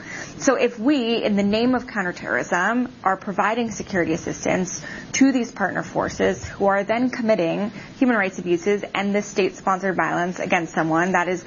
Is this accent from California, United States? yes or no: yes; San Diego, California, United States; I'm from San Diego, so when we don't get this kind of weather, and we don't go outside if we ever did.